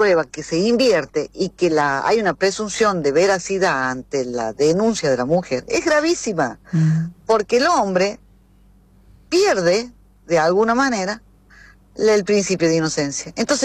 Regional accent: Chilecito, La Rioja, Argentina; moved away; Yo soy de Chilecito, extraño Chilecito, amo mi ciudad

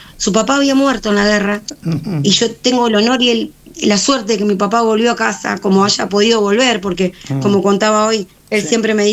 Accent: Santa Fe, Argentina; moved away as an adult; now in London, United Kingdom; nosotros allá en Santa Fe, en Argentina

